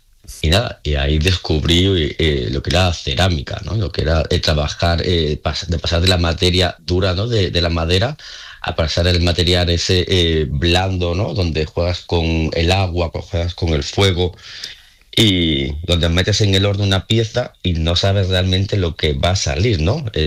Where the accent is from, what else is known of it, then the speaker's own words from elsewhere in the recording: La Rambla, Andalusia, Spain; Eso era una residencia que se hacía los veranos en La Rambla, en mi pueblo natal.